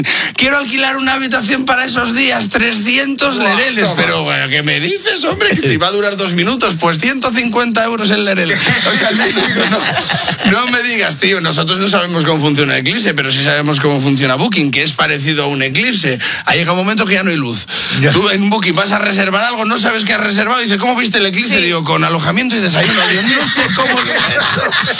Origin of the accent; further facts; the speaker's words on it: Spain